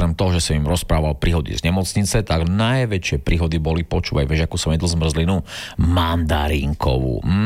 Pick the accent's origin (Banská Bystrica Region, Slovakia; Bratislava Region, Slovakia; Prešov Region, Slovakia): Prešov Region, Slovakia; Bardejov; u nás v Bardejove